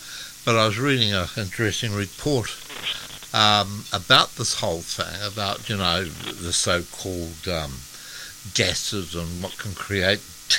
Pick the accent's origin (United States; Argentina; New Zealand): New Zealand; South Island; moved away; I was brought up in the South Island